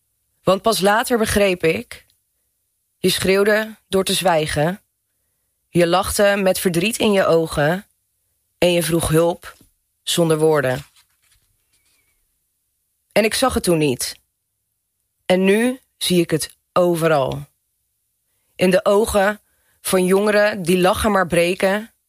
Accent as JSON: {"language": "Dutch", "town": "Goes", "region": "Zeeland", "country": "Netherlands", "tie": "born or raised there", "also_born_or_lived": "Borssele", "said": "Ik ben geboren in Goes. Het eerste jaar van mijn leven heb ik in Borselen gewoond. Toen zijn we naar Goes verhuisd."}